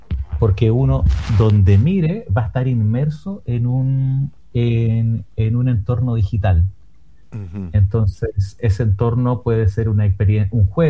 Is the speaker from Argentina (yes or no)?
no; Valparaíso, Chile; lo que tenemos en común es que todos somos de Valparaíso